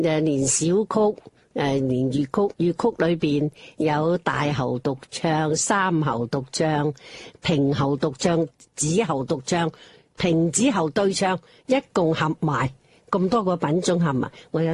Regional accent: Foshan, Guangdong, China; also born or lived in Nanhai; 因为我是佛山人，我南海出世啊，佛山啊嘛

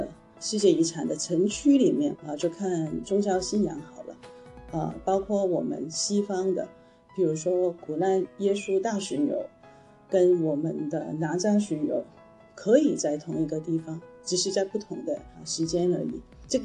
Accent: Macau

